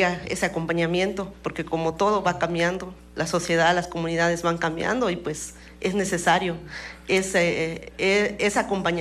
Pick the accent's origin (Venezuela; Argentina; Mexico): Mexico; San Vicente Cumpich, Yucatán; also born or lived in Selchacán; Así es, ellos son mayahablantes, los dos, y yo soy originaria de San Vicente Cumpich, pero pues por digamos jurisdicción le pertenecemos a Selchacán, y pues ahí nací en Selchacán